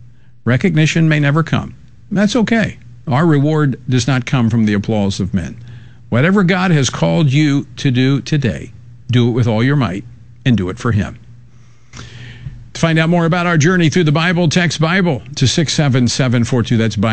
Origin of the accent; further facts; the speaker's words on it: Louisiana, United States; I mean, in my home state of Louisiana, just last week